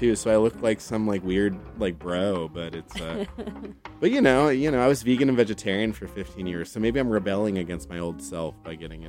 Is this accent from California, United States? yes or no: yes; South Orange County, California, United States; moved away as an adult; also born or lived in Chico; now in San Francisco, United States; I'm originally from South Orange County.